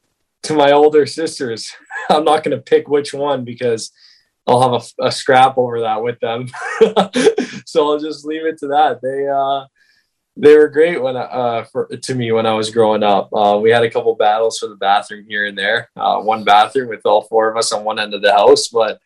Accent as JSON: {"language": "English", "town": "King City", "region": "Ontario", "country": "Canada", "tie": "born or raised there", "said": "I'm from King City. We have a small local rink just by my house, like maybe a 2-3 minute walk away, actually. It's in the neighborhood."}